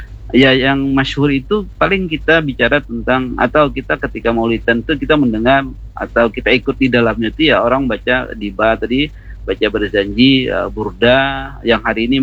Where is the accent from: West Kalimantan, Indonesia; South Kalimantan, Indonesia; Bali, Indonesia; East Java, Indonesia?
South Kalimantan, Indonesia; Banjarmasin; kita orang Banjarmasin